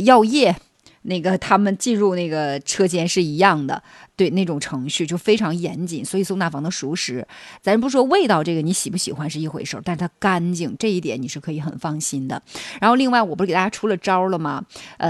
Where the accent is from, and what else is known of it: Northeast China, China